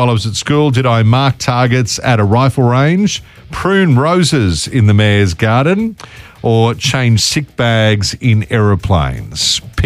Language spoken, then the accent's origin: English; Mackay, Queensland, Australia; And let me tell you, I grew up in Mackay, so the Mackay mayor at the time.